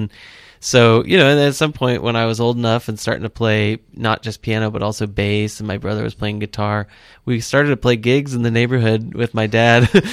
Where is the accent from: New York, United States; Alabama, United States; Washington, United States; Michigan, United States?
Washington, United States; Seattle; I grew up in Seattle, the north side of the city, and went to public schools in the city